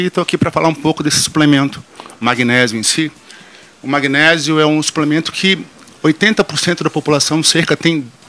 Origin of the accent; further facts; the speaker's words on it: Pará, Brazil; Isso aí, eu sou paraense.